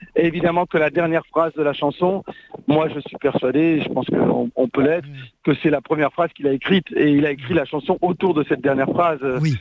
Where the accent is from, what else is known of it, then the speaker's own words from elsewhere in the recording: Lille, Hauts-de-France, France; donc on a commencé à Lille, hein, on est originaire de Lille, là-haut à la maison